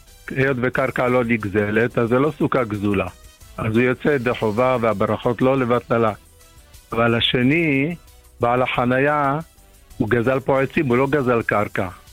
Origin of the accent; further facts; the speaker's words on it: Beit Shemesh, Jerusalem District, Israel; מבית שמש.